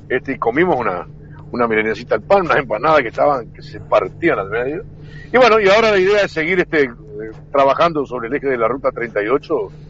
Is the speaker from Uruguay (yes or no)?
yes; Uruguay; mira que yo soy uruguayo como cualquiera.